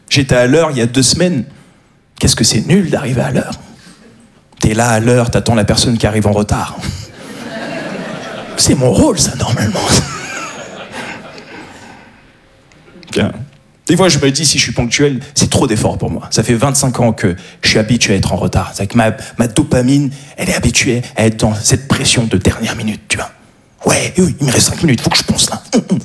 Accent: Paris, Île-de-France, France; Je suis un parisien, voilà ce que je suis.

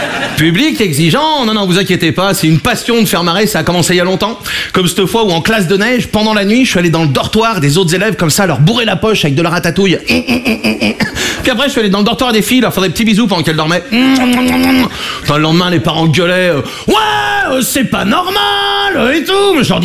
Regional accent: Brittany, France; je suis breton... J'ai 21 ans.

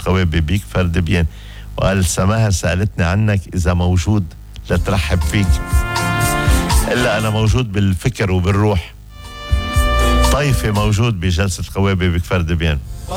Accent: Lebanon

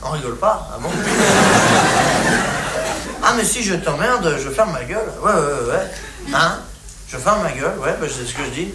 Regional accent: France; Les Français, c'est des cons, oui, ben, je suis bien blasé, hein, je suis français.

